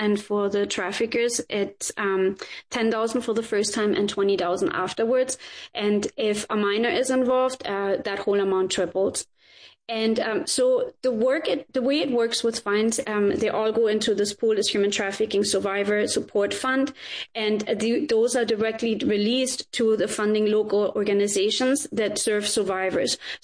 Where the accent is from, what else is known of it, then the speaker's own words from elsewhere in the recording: Germany; now in United States; I was raised in Germany